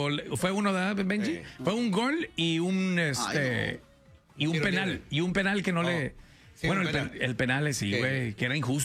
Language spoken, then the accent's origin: Spanish; Michoacán, Mexico; also born or lived in Argentina; O sea, yo soy nacida en Argentina y criada en México, allá en Michoacán.